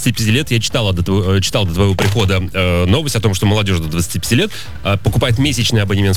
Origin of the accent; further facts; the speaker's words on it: Uzbekistan; now in Moscow, Russia; я из Узбекистана